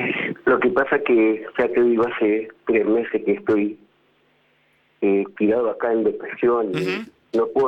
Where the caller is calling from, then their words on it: Los Olmos, Buenos Aires Province, Argentina; Yo soy de Los Olmos